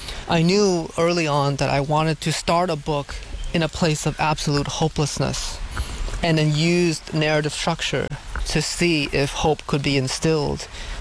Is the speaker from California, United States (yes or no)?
no; Hartford, Connecticut, United States; when I was a little boy growing up in Hartford, on Sundays we would go to the Baptist church.